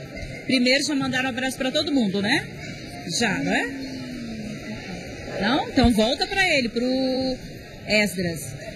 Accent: Vila Velha, Espírito Santo, Brazil; moved away as an adult; now in Serra, Brazil; Aí eu morei minha vida toda lá, e eu fui pra Serra, aí eu fui me adaptando, mas agora eu gosto.

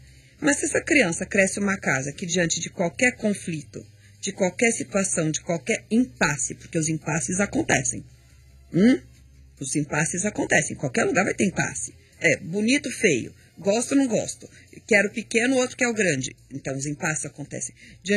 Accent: Paraná, Brazil; now in Espírito Santo, Brazil; Eu sou paranaense, para quem não sabe. Eu estou aqui no Espírito Santo. Agora sou mais capixaba que os próprios capixabas, mas eu também sou sulista.

